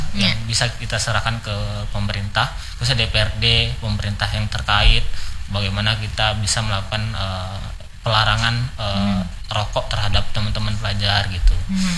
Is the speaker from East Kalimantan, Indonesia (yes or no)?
yes; East Kalimantan, Indonesia; now in Samarinda, Indonesia; saya kan lahir sebenarnya bukan di Samarinda, tapi saya lahir di Kukar, Kutai Kartanegara. Saya orang asli Kutai memang